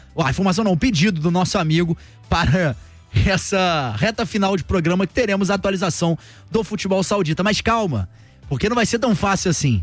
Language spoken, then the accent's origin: Portuguese; Rio de Janeiro, Brazil; eu sou da Vila da Penha.